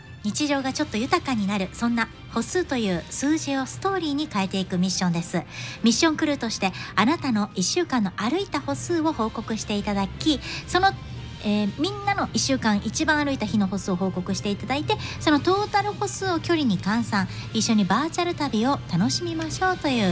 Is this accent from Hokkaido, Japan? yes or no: no; Hyogo, Japan; moved away; 私の出身地兵庫県の